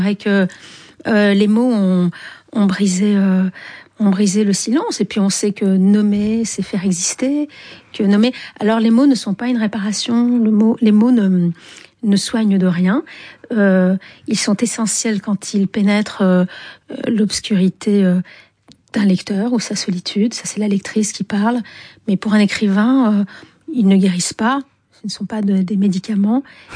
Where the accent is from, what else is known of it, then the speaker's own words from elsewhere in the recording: Algeria; now in France; Mon père était algérien, j'ai grandi en Algérie.